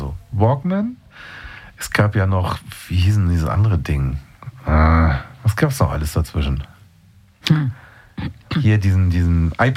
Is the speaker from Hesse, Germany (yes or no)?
no; Rehhorst, Schleswig-Holstein, Germany; Ich bin ja nun kein Neumünsteraner, ich komme ja aus dem Kreis Stormer, Nordstormer hinter Segeberg, ein kleines Örtchen namens Rehorst.